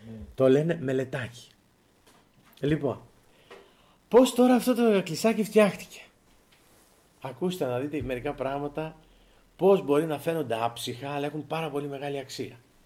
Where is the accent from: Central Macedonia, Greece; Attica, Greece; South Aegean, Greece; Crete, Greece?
Attica, Greece; born there; Θα σας πω κάτι από από την πατρίδα μου. Υπάρχει μια περιοχή, ένας δρόμος που ενώνει τα Μέγαρα με την Μάνδρα, την Ελευσίνα